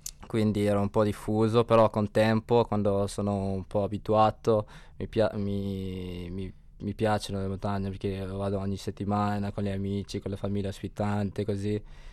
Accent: Thailand; Italian is a second language; sono thailandese.

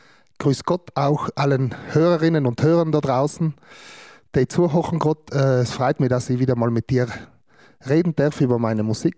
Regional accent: Trentino-Alto Adige, Italy; dass ich da als Südtiroler, Tiroler, Europäer überhaupt da an dem teilnehmen darf

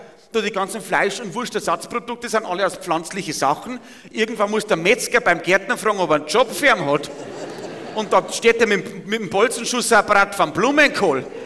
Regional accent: Bavaria, Germany; aber da wo ich herkomme, im Bayerischen Wald, wir haben de facto keinen ÖPNV.

